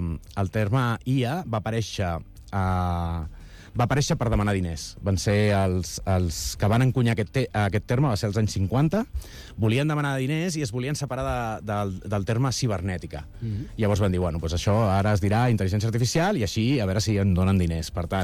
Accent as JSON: {"language": "Catalan", "region": "Catalonia", "country": "Spain", "said": "que tenim com a catalans"}